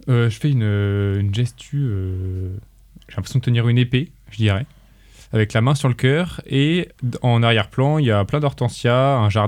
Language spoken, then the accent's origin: French; Rennes, Brittany, France; 22 ans aussi, rennais depuis 22 ans, je suis né à Rennes.